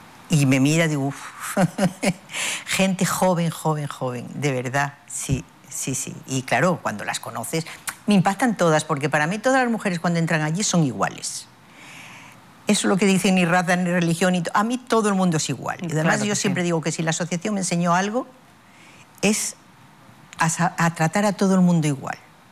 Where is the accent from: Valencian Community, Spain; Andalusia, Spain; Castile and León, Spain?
Castile and León, Spain; León; Yo soy de León